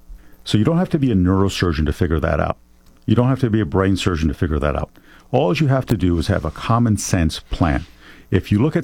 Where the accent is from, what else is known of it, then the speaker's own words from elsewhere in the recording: New York, United States; also born or lived in Miami, United States; now in Orlando, United States; made it much, much easier for me to grow up in this country. And I said, I grew up in Western New York.